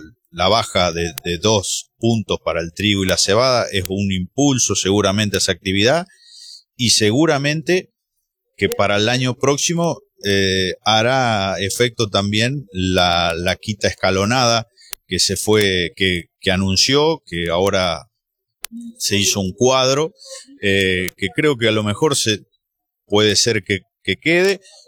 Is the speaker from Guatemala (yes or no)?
no; Santa Fe, Argentina; yo soy de Santa Fe